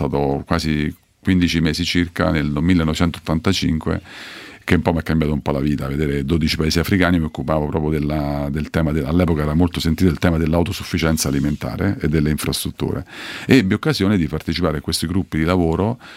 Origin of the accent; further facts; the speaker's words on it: Rocca di Papa, Lazio, Italy; io sono di Rocca di Papa, un paesino dei Castelli Romani